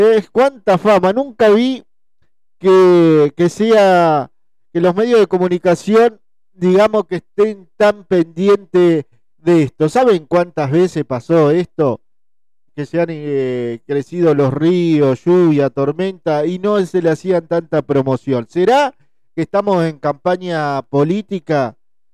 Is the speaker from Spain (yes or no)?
no; Buenos Aires, Argentina; also born or lived in Concepción del Uruguay, Entre Ríos; now in Diamante, Argentina; viví mucho tiempo en Concepción del Uruguay. En realidad yo soy de Buenos Aires, pero viví un tiempo en Concepción y en otros lugares de la provincia.